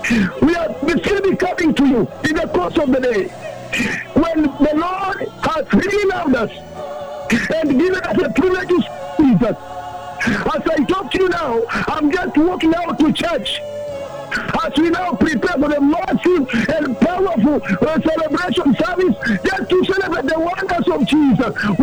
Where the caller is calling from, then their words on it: Soi, Uasin Gishu County, Kenya; I'm calling you from Soi region.